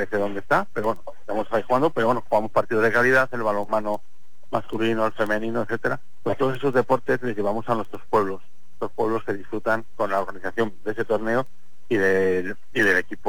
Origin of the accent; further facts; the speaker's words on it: Tordesillas, Castile and León, Spain; Atlético Torresillas, déjame decirlo, de mi pueblo.